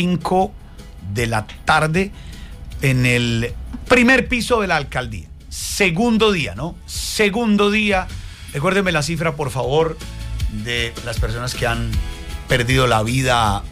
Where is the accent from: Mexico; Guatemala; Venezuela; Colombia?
Colombia; que está tocando aquí la puerta de nosotros como colombianos.